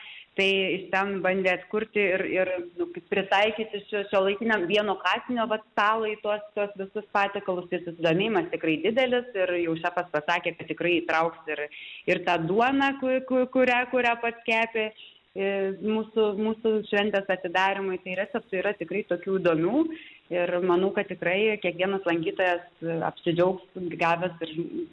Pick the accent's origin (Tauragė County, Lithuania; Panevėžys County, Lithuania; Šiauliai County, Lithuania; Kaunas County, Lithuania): Šiauliai County, Lithuania; aš pati iš Šiaulių krašto